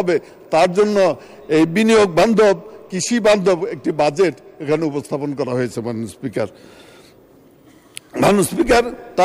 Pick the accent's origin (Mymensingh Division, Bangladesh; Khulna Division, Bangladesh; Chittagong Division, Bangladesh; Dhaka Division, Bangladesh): Dhaka Division, Bangladesh; Tangail; যেহেতু টাঙ্গাইলে আমি ছোট থেকে বড় হয়েছি, কাজে এই টাঙ্গাইলে মানুষের সাথে আমার একটি সম্পর্ক আছে